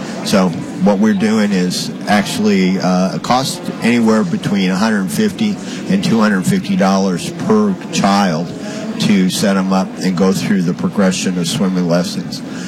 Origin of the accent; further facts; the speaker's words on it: Houston, Texas, United States; we're both from Houston